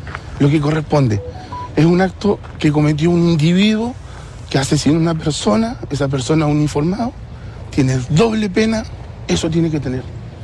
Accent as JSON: {"language": "Spanish", "town": "Santiago", "region": "Santiago Metropolitan Region", "country": "Chile", "moved": "yes", "said": "nosotros somos todos de Santiago."}